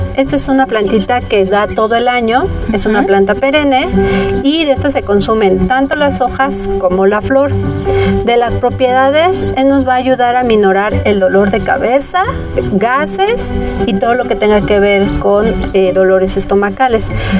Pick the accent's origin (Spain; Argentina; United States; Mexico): Mexico; La dalia es la flor nacional, es la flor que nos representa como mexicanos.